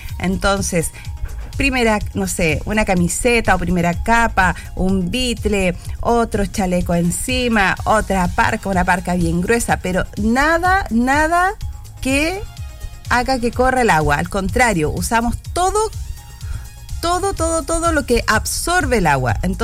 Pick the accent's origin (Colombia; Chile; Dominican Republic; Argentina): Chile; los chilenos somos tan chilenos para darnos a entender.